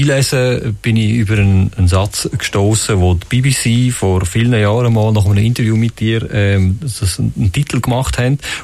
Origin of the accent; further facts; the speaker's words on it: Switzerland; man wächst ja in der Schweiz auf